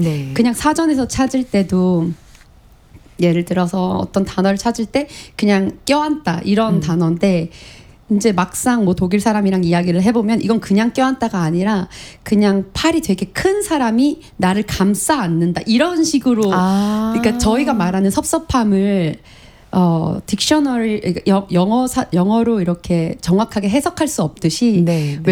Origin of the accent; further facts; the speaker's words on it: South Korea; 저는 한국인이니까